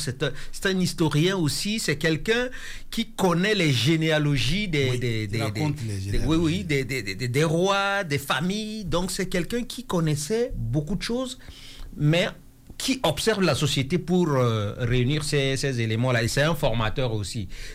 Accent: Central African Republic; moved away as an adult; now in Quebec City, Canada; je viens de la République centrafricaine.

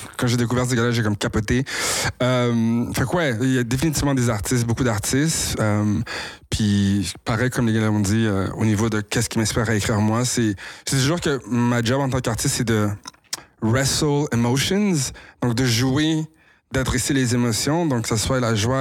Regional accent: Ontario, Canada; on vient de l'Ontario, mais on a les Caraïbes dans le sang

